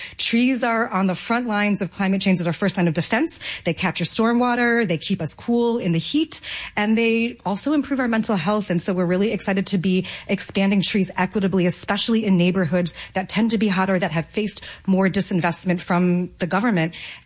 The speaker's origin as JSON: {"language": "English", "town": "New York City", "region": "New York", "country": "United States", "said": "No, I was just kind of curious as a New Yorker, you know."}